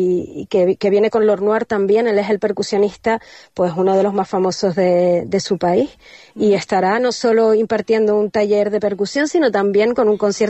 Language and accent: Spanish; Santa Cruz de Tenerife, Canary Islands, Spain; yo le tengo especial cariño a Taganana porque soy chicharrera.